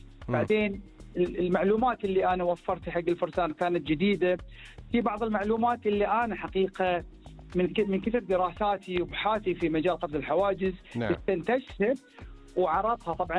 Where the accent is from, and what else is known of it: Bahrain